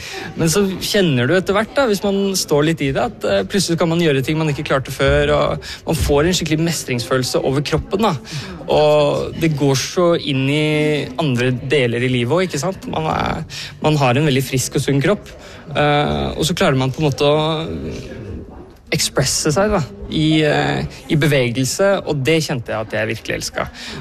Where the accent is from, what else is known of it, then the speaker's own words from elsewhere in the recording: Fetsund, Akershus, Norway; now in Oslo, Norway; Og min far kommer fra Fetsund, og han bor der, bor der nå fortsatt. Det der jeg kommer fra.